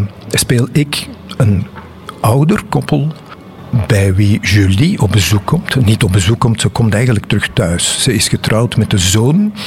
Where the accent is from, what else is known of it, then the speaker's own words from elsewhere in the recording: Antwerp, Flanders, Belgium; Nee, ik weet heel weinig van de zee en van Oostende. Ik ben echt van Antwerpen, ja.